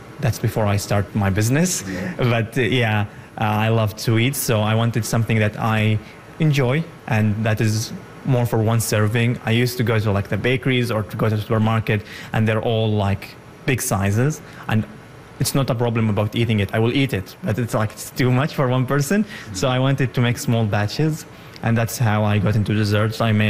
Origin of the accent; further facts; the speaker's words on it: Saudi Arabia; English is a second language; moved away as an adult; also born or lived in Yemen; now in Ottawa, Canada; I grew up in Saudi Arabia. I was born in Saudi Arabia, but I'm from Yemen. I'm originally from Yemen. And I came here in 2022. I landed in Cornwall and I moved to Ottawa in May 2023.